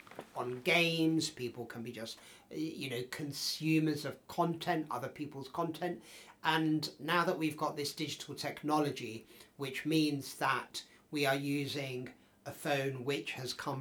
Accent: London, United Kingdom; moved away; I grew up in North London. I used to roll down Alexandra Palace.

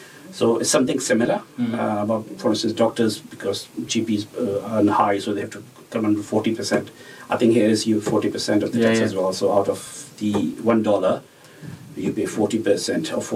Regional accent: Melbourne, Victoria, Australia; I'm from Melbourne, so they're private billing practices.

